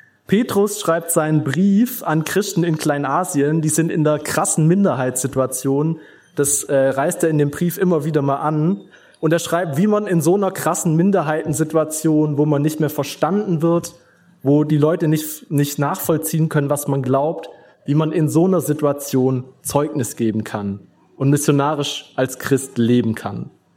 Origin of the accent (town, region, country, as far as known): Tuttlingen, Baden-Württemberg, Germany